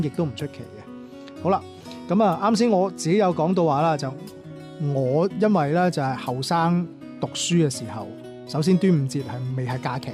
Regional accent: Guangzhou, Guangdong, China; 我係喺廣州長大嘅，我即係我父母嗰代已經出咗嚟廣州啦，咁啊喺呢一邊咧就成長嘅。

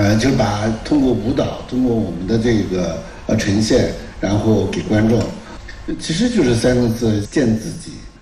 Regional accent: Anhui, China; 我家是来自安徽啊，然后我们家门口就是乌江

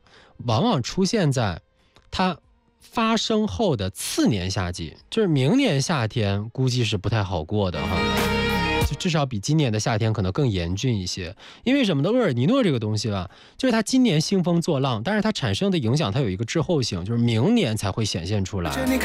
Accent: Liaoning, China; moved away; 现在还跑辽宁去，跑我的老家那边去了哈

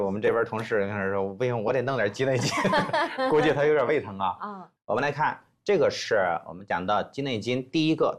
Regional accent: China

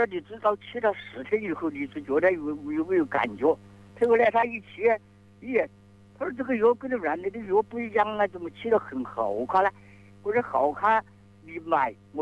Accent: Jinshan, Shanghai, China; 我是金山罗定白鹤岭村。

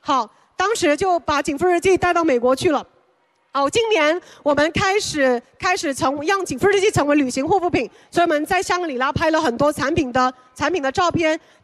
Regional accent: China; moved away; also born or lived in New York; 我是中国人啊，

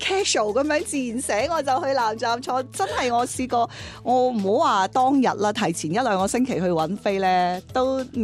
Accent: Guangdong, China; 我哋作为广东人都比较熟悉啲

